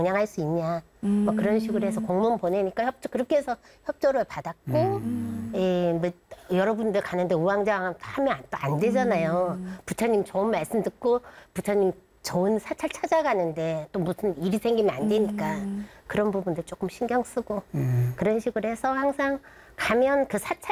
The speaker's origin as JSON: {"language": "Korean", "region": "Busan", "country": "South Korea", "moved": "yes", "said": "친정이 부산이라서"}